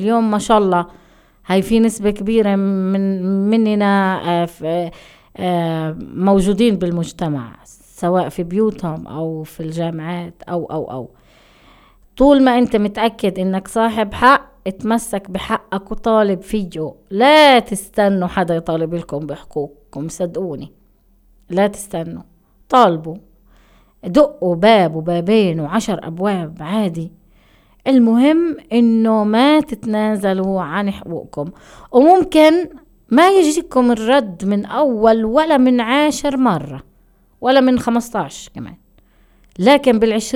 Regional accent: Palestine; إحنا كشعب فلسطيني كلنا عنا تحديات،

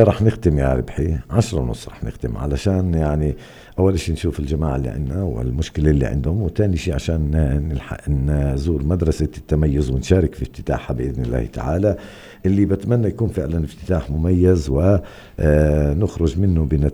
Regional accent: Palestine; طبعا احنا كفلسطينيين

